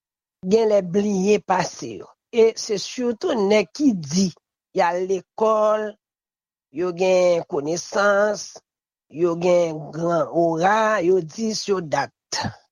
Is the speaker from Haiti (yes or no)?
yes; Haiti; Et moi-même, en tant qu'Haïtien